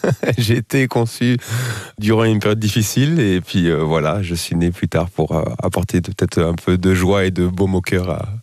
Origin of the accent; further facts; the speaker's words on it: Flanders, Belgium; born there; also born or lived in Benin; Je suis en Belgique depuis 1999, voilà, et ça fait maintenant 26, 27 ans